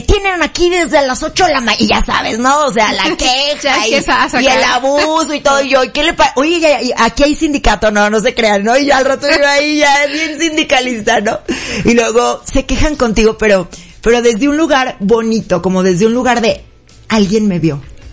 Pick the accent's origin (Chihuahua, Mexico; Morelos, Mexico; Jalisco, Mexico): Jalisco, Mexico; Guadalajara; Yo soy tapatía 100% y amo Guadalajara